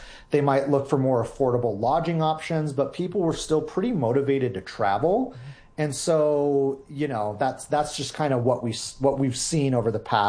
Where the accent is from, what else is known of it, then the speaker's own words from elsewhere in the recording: Albuquerque, New Mexico, United States; also born or lived in Nebraska / Las Vegas, Nevada / Las Cruces; I've had the luxury of spending most of my life in New Mexico. I was born and raised in Albuquerque. You know, I was a son of a military family, so we kind of moved around a little bit when I was a kid, spent a couple years in Nebraska, spent a couple years in Las Vegas, Nevada.